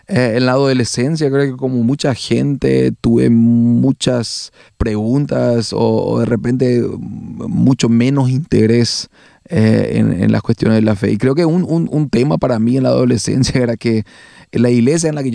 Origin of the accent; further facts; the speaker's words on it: Asunción, Paraguay; moved away as an adult; also born or lived in Canada / Germany / Switzerland; Yo nací, me crié en Asunción por gran parte de mi vida. Yo soy asunciano de Paraguay.